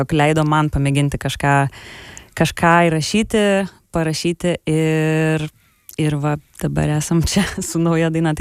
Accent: Klaipėda, Klaipėda County, Lithuania; aš iš Klaipėdos

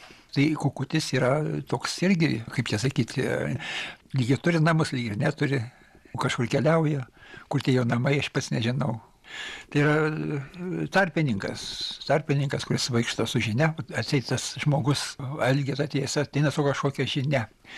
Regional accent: Samogitia, Lithuania; Kadangi aš esu žemaitis, vėl toks pasakymas, žemaitis kukutis raudonas nukutis.

